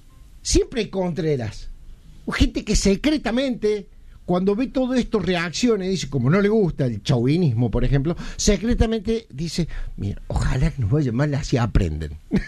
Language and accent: Spanish; Argentina; finalmente nos vamos identificando poco a poco como argentinos, con lo bueno, lo malo, somos argentinos.